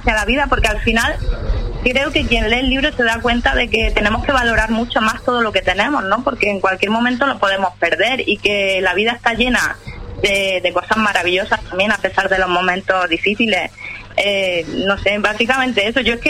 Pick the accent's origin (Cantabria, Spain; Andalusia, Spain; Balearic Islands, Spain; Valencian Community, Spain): Andalusia, Spain; El Ejido; also born or lived in Barcelona; Sí, bueno, sí, yo vivo en El Ejido, aunque nací en Barcelona, pero desde los 13 años me he criado en El Ejido